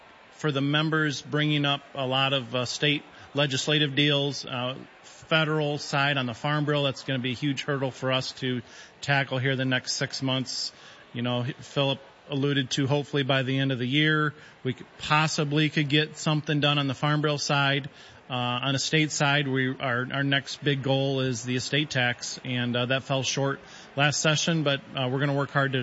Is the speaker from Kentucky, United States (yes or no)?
no; Naperville, Illinois, United States; I grew up in Naperville, Illinois, about an hour outside of Chicago.